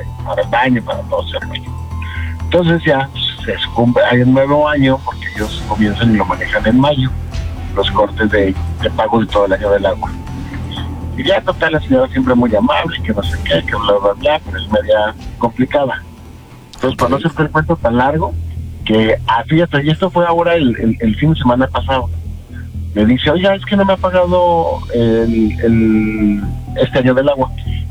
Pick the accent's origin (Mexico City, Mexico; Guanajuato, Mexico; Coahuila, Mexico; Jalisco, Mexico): Coahuila, Mexico; Torreón; Sí, de Torreón, mi rey.